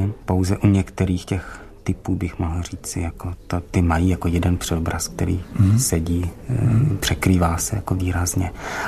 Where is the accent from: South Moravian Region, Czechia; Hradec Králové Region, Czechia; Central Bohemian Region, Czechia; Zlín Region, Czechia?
Hradec Králové Region, Czechia; Nové Město nad Metují; No, já jsem z Nového Města nad Metují, tak to je tam v tom centru. To Náchodsko, Hronov, všechno tohleto, tam Čapkové.